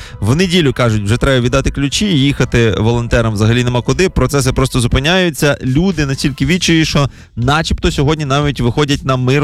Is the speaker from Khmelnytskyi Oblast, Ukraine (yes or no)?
yes; Khmelnytskyi, Khmelnytskyi Oblast, Ukraine; moved away; Хмельницький – моє рідне місто